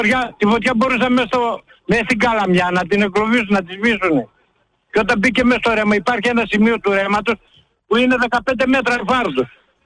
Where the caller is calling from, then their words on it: Reokastro, Central Macedonia, Greece; Από το Ρεόκαστρο είμαι ρε παιδιά